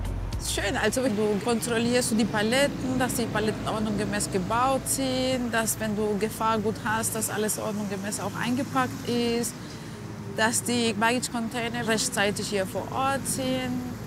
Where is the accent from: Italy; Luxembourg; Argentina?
Argentina; moved away as an adult; now in Germany; Ich bin aus Argentinien. Ich habe Urlaub hier gemacht und dann habe ich meinen Mann kennengelernt. Und ja, dann waren wir zusammen und nach ein paar Jahren haben wir geheiratet und seitdem leben wir hier.